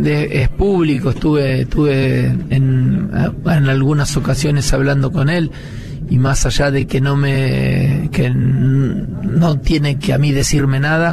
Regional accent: Hughes, Santa Fe, Argentina; yo soy de Hugues, y hace 30 años que no vivo en Hugues, pero yo me siento que soy de Hugues, porque bueno, ahí viví 15 años de mi vida que me formaron.

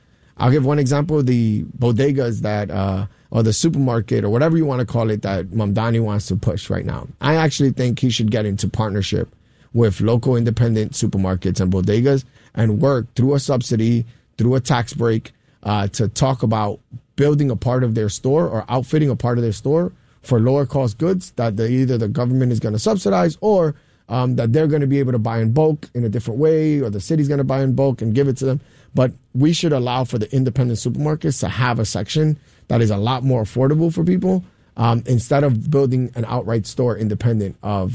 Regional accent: Williamsburg, New York, United States; born or raised there

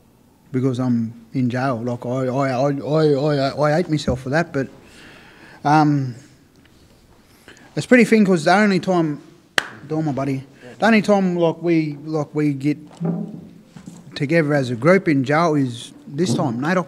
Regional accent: New South Wales, Australia; moved away; I'm from New South Wales, so I've got no one down here.

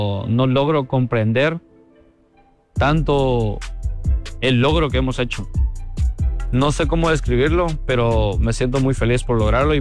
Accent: Guatemala; soy seleccionado nacional de Guatemala.

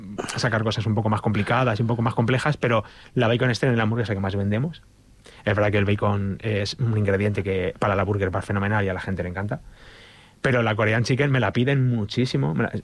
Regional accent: Malpica de Bergantiños, Galicia, Spain; moved away as an adult; also born or lived in Madrid; me vine de Madrid, viví en Madrid, me vine de Madrid para Malpica, para mi pueblo

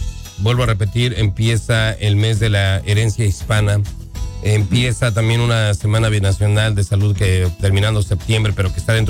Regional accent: Mexico; Claro, que si bien es cierto que nosotros como mexicanos quizás somos los que sentimos más el fervor del grito de la independencia

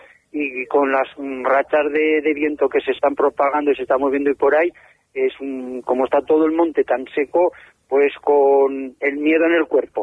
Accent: Luesia, Aragon, Spain; Sí, soy de aquí de Luesia, sí. Tengo mi explotación aquí en Luesia.

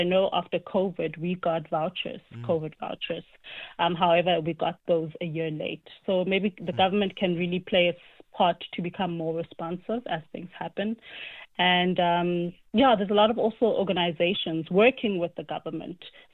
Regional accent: Witbank, Mpumalanga, South Africa; moved away; I'm from Witbank originally. I was born and bred there.

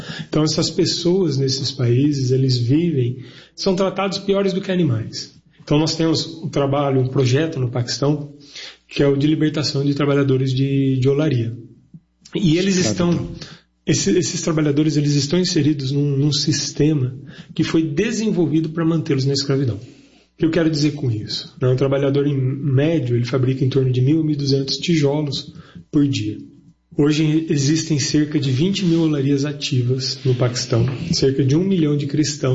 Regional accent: Brazil

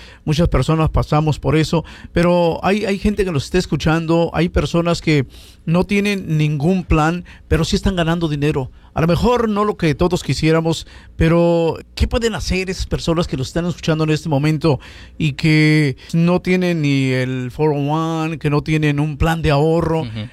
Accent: Mexico; moved away; Decimos en México

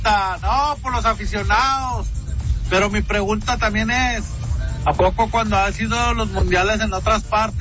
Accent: Mexico; o será que nomás somos los mexicanos los que somos un desastre?

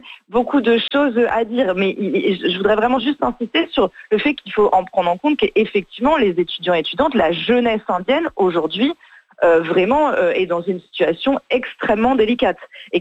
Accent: France; en plus moi je suis française

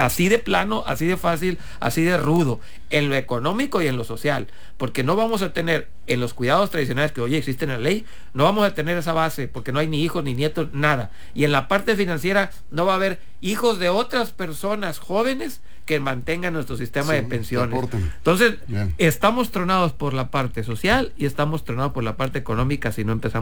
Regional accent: Mexico

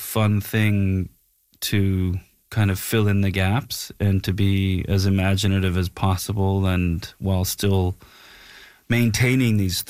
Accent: Nova Scotia, Canada; moved away as an adult; now in Los Angeles, United States; I moved from Nova Scotia to Los Angeles to go to the American Film Institute.

